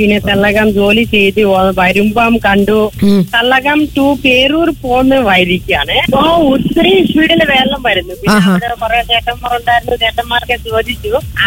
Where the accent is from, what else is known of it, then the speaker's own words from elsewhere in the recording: Nagaon, Assam, India; Malayalam is a second language; now in Kottayam, India; ഞാൻ ആസാമിയാണ്. … ആസാം ഗുവാഹത്തി നൊഗാവ് ഡിസ്ട്രിക്ട് പറയും.